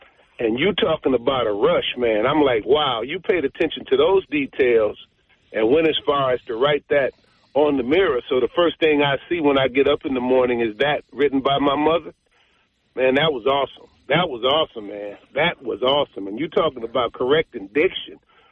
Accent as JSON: {"language": "English", "town": "Detroit", "region": "Michigan", "country": "United States", "tie": "born or raised there", "said": "Born and raised in Detroit."}